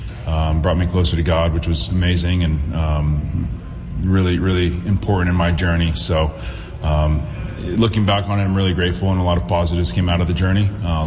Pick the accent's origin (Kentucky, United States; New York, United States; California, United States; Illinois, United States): California, United States; San Diego; my hometown, San Diego